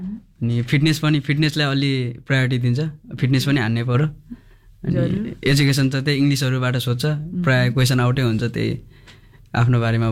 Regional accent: Kohalpur, Lumbini Province, Nepal; moved away; मेरो घर नेपालगञ्ज दिदी

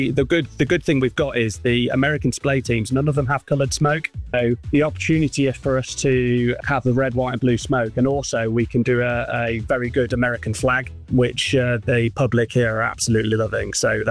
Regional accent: United Kingdom; as British people, we're generally a little bit more reserved.

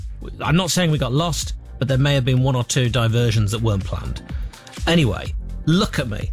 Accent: Scotland, United Kingdom; born there; moved away; I was born in Scotland.

